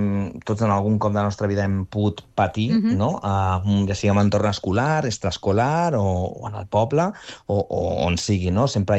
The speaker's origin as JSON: {"language": "Catalan", "town": "Castellazuelo", "region": "Aragon", "country": "Spain", "tie": "born or raised there", "said": "I dic, ostres, és que no he rodat mai al meu poble, Castellazuelo, i em feia moltíssima il·lusió."}